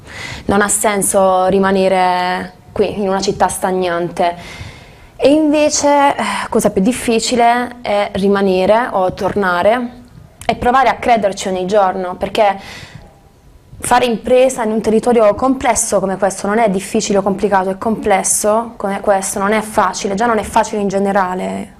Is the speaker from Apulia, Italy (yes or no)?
yes; Crispiano, Apulia, Italy; moved away as an adult; also born or lived in Milan; Neanche a Taranto città, io amo molto il mio paese, lo vivo molto bene